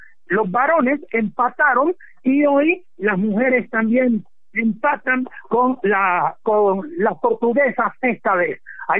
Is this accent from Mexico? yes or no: no; Colombia; como buen colombiano que soy